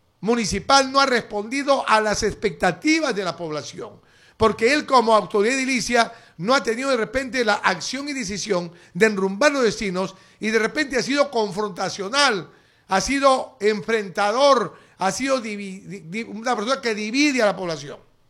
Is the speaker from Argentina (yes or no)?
no; Peru; que van a servir para el desarrollo de nuestra capital peruana.